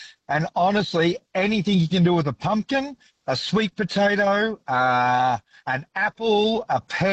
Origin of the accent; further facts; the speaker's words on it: Brisbane, Queensland, Australia; I've just turned 58 this year, and I grew up in Brisbane. So I was a Brisbane boy in the suburbs out around Anagra, Mitchelton, that area.